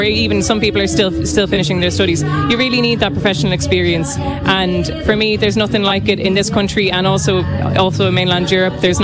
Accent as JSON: {"language": "English", "country": "Ireland", "tie": "born or raised there", "moved": "as an adult", "lives_now": "Switzerland", "said": "I get to be in my home country, only 2 hours down from where I grew up"}